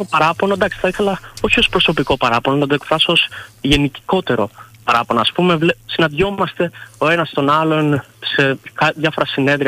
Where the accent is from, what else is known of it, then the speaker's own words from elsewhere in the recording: Patras, Western Greece, Greece; moved away as an adult; Εγώ είμαι κάτοικος Πάτρας.